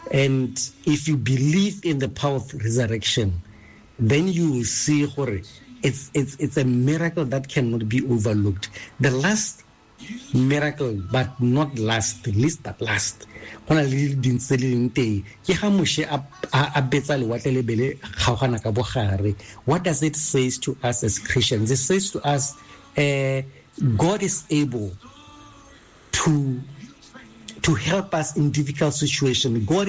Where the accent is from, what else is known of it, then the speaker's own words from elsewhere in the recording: Kokwehi, Botswana; now in Mahalate, Botswana; I'm in Mahalate, but my hometown is Kokwehi.